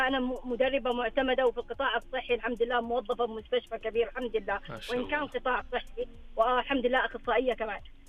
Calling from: Jeddah, Makkah Province, Saudi Arabia

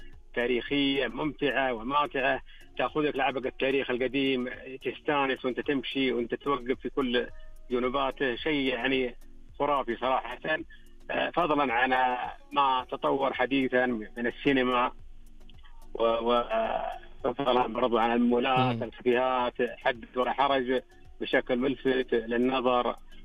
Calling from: Taif, Makkah Province, Saudi Arabia; من الطائف،

